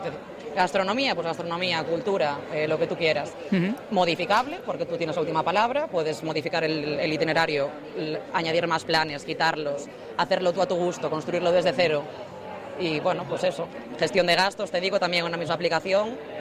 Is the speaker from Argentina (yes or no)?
no; Pontevedra, Galicia, Spain; De aquí, de Pontevedra.